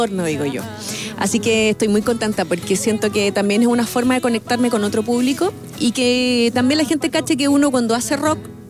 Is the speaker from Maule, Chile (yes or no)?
no; San Bernardo, Santiago Metropolitan Region, Chile; Para los que venimos de San Bernardo